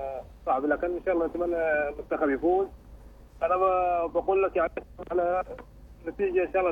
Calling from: Muscat, Muscat Governorate, Oman

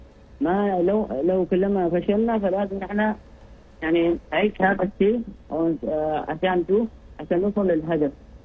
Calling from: Sohar, Al Batinah North, Oman

